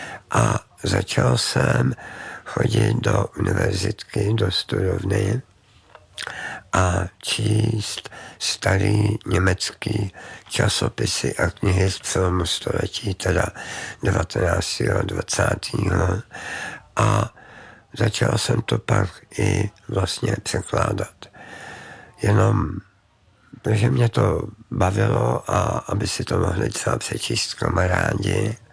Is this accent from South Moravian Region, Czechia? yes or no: no; Cheb, Karlovy Vary Region, Czechia; Já jsem z Chebu, takže a jezdil jsem tam v létě s maminkou a v zimě s plzeňským strýcem lyžovat.